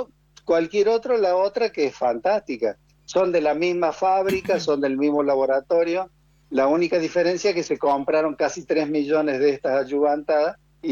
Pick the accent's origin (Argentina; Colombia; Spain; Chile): Argentina